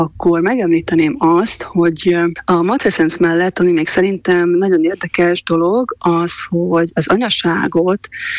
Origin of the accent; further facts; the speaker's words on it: Trnava Region, Slovakia; now in London, United Kingdom; mint otthon Csallóközben.